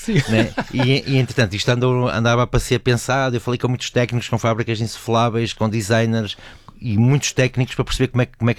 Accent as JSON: {"language": "Portuguese", "region": "Porto", "country": "Portugal", "tie": "born or raised there", "said": "A sala de cinema, por exemplo, a sala de cinema que eu ia era no Bonfim, que é a freguesia ao lado, não é? Não era na minha freguesia."}